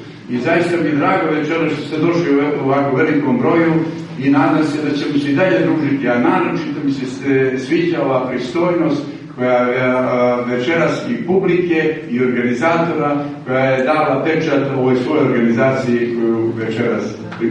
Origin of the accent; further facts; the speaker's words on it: Podgorica, Montenegro; also born or lived in Berane; ja sam bukvalno porastao u Podgorici, a rođen sam u Beranu.